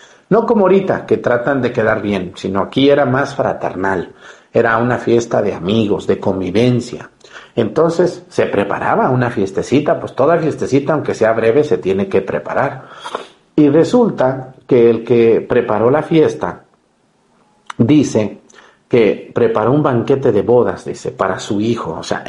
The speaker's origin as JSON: {"language": "Spanish", "town": "Mexticacán", "region": "Jalisco", "country": "Mexico", "tie": "born or raised there", "said": "Cuando en mi pueblo, en Mexicacán, inauguramos la Virgen del Carmen, el Sagrado Corazón de Jesús, los Tres Corazones y otras cosas, siempre he hecho mi invitación abierta."}